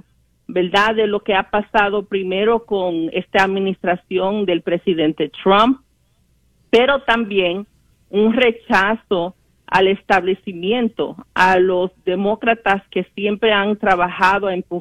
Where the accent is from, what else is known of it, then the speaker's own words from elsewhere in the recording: Dominican Republic; now in United States; yo voy a decir personalmente como dominicana